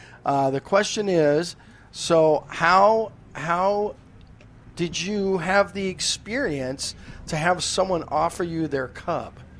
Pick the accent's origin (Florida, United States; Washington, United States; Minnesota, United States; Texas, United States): Washington, United States; Seattle; I'm from Seattle, so I don't have any kind of a drawl.